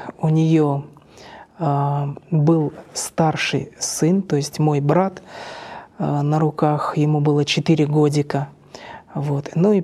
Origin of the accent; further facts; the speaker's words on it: Moscow, Russia; born there; now in Orenburg, Russia; родился я в городе Москве в мае месяце 29 числа 1975 года.